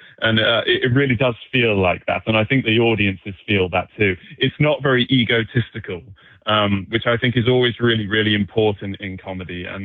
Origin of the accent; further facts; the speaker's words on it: United Kingdom; So as a Brit coming over here and performing in Chicago